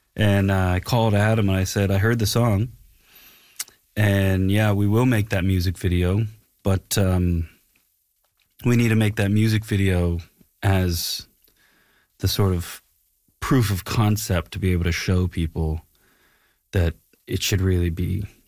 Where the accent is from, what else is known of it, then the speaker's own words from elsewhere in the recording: Nova Scotia, Canada; moved away as an adult; now in Los Angeles, United States; I always knew, you know, I moved from Nova Scotia to Los Angeles to go to the American Film Institute.